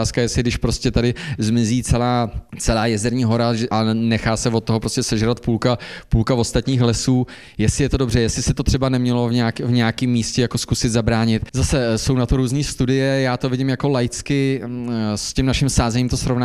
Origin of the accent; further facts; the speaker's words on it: Železná Ruda, Plzeň Region, Czechia; v okolo Železnorucka, odkud pocházím, a to jsou většinou hospodářský lesy